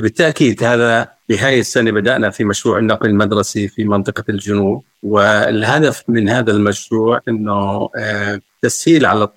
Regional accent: Jordan; في بلدنا الأردن

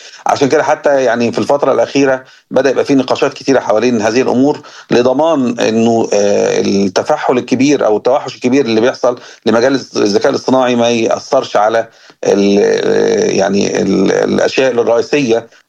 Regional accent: Egypt; احنا عندنا في مصر

